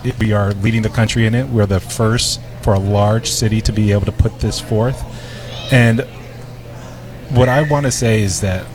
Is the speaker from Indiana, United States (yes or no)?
no; Chicago, Illinois, United States; I grew up in Hyde Park. I went to Murray Language Academy. Then went to Whitney Young.